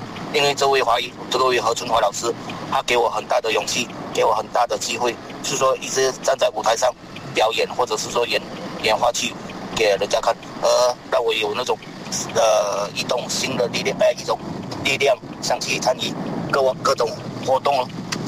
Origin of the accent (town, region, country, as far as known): Johor, Malaysia